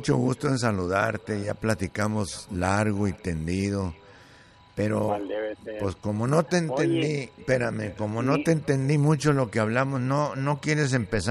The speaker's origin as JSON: {"language": "Spanish", "town": "Tlaltenango", "region": "Zacatecas", "country": "Mexico", "tie": "born or raised there", "moved": "yes", "said": "Ahora que me voy a tomar unos días para ir a mi pueblo. Voy a ir a Tlaltenango, Zacatecas."}